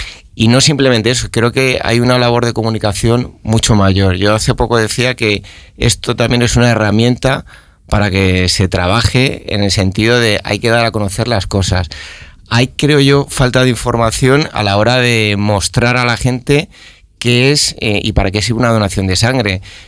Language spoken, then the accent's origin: Spanish; Spain; en mi pueblo, en Alpedregue